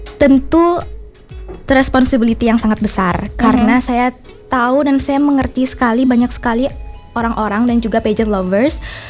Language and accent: Indonesian; Gianyar, Bali, Indonesia; Asal saya dari Gianyar.